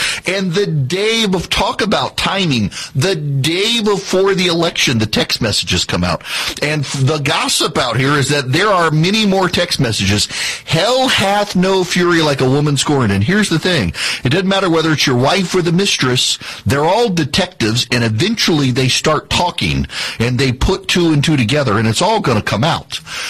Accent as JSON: {"language": "English", "region": "Oklahoma", "country": "United States", "tie": "born or raised there", "said": "Real quick, want to focus on Oklahoma. I obviously I got a little bit of a bias in my home state, keeping up with the elections there. Know a lot of people on the ballot, but I'm in Oklahoma, broadcasting from Tulsa."}